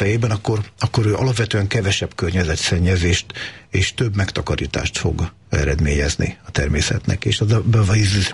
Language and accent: Hungarian; Transdanubia, Hungary; én Dunántúli vagyok